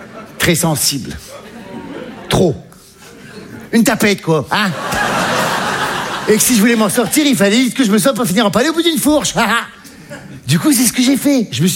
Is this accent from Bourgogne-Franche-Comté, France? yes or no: no; Hauts-de-France, France; là d'où je viens, c'est bien. Parce que moi, j'ai un petit village du Nord, là-haut, là. Tu sais, là où on fait des courses de tracteurs, là où on fait des concours à la bière